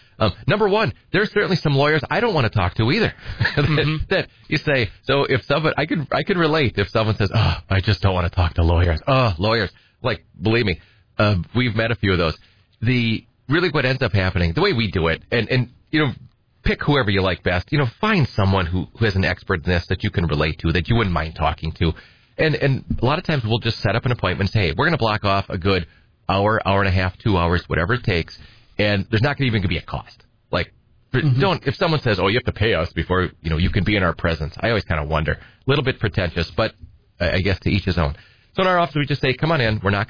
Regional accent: Edgar, United States; You know, I grew up, I'm from Edgar.

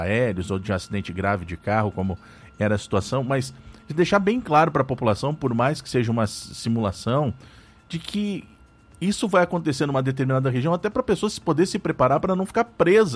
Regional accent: Rio Grande do Sul, Brazil; now in Federal District, Brazil; lá no meu estado, lá no Rio Grande do Sul

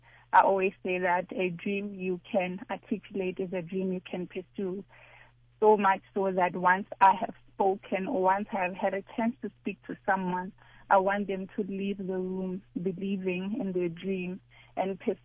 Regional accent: Nkowankowa, Limpopo, South Africa; born and raised in Koankoa, a township outside Zelin.

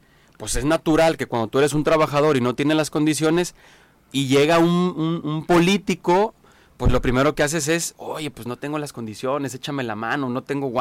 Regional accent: Villa de Álvarez, Colima, Mexico; somos de Villa de Álvarez

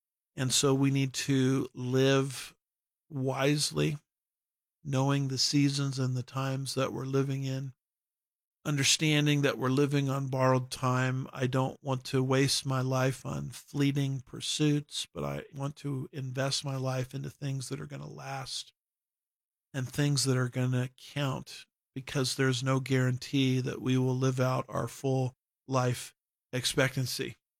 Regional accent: United States; That doesn't mean I'm not an American anymore

